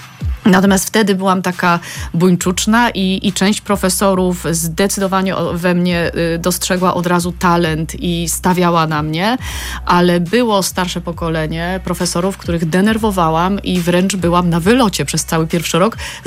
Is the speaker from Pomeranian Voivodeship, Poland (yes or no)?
no; Kraków, Lesser Poland, Poland; wychowywałam się w artystycznym Krakowie